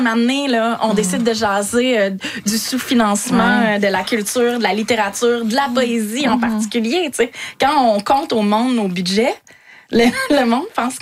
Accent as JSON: {"language": "French", "town": "Shawinigan", "region": "Quebec", "country": "Canada", "said": "Pourtant, moi, je viens de Shawinigan, là, donc j'étais souvent au Festival international de la poésie de Trois-Rivières"}